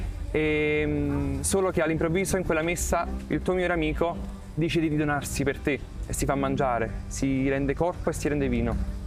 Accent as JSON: {"language": "Italian", "town": "Naples", "region": "Campania", "country": "Italy", "said": "vengo da Napoli e sto venendo qui a Medjugorje"}